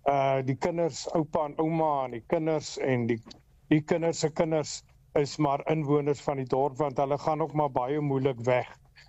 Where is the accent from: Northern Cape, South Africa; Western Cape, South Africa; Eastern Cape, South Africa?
Eastern Cape, South Africa; Despatch; ek is gebore en getoe op Dispatch. Ek wil nou nie sê hoe lank ek hier bly nie, want dan gaan ek die dorp ontwerp. Ja? Maar nee, ek is 'n baie groot Dispatcher.